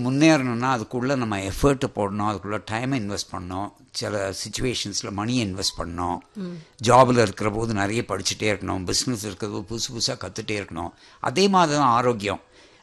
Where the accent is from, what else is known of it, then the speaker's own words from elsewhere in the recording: Tiruchirappalli, Tamil Nadu, India; born there; also born or lived in Palakkad district, Kerala (ancestral); திருச்சியில் ஸ்கூலிங் படித்தேன்